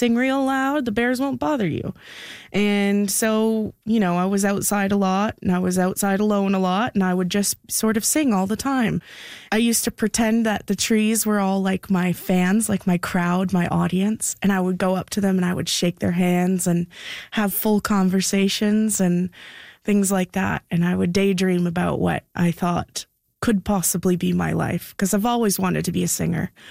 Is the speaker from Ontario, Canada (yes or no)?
yes; South River, Ontario, Canada; not really from, I mean, we are from South River, but we're about 45 minutes outside of the town in a unorganized township called Lount.